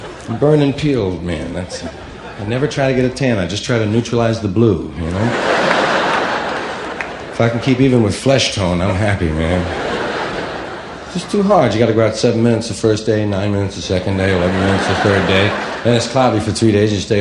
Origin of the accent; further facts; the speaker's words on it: New York City, New York, United States; I grew up in a neighborhood right next to a black, right next to Harlem. Well, we had an interesting neighborhood. It was a little Irish neighborhood with Columbia University all on one side